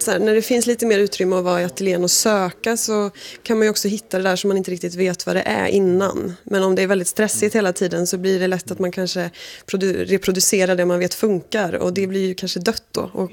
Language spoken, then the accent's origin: Swedish; Torsby, Värmland, Sweden; now in Gothenburg, Sweden; och jag är från Värmland men jag bor i Göteborg och jag jobbar som konstnär.